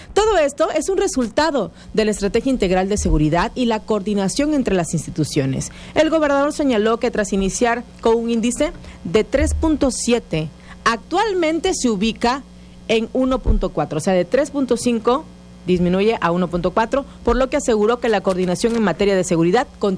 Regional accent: Tabasco, Mexico; somos mexicanas, mexicanos, tabasqueñas y tabasqueños

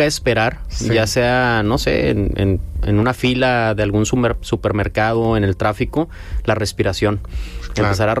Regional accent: Mexico; Como buenos mexicanos no lo leemos

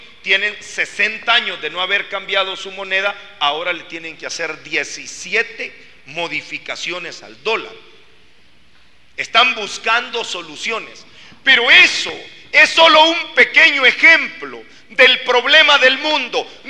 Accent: Guatemala; Yo vengo de un país de Centroamérica que se llama Guatemala, en donde el grito, el clamor popular es fusilen a los secuestradores.

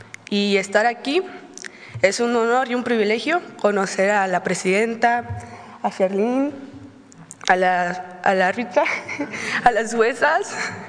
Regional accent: Oaxaca, Mexico; soy de Oaxaca, de la costa, orgullosamente.

